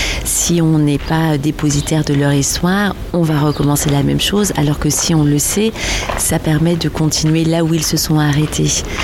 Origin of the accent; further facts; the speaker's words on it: Brittany, France; je suis originaire de Bretagne